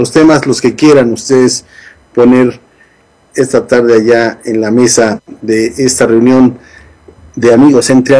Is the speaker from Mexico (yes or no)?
yes; Mexico; porque nosotros como mexicanos, sin duda que no se nos olvida aquellas gloriosas épocas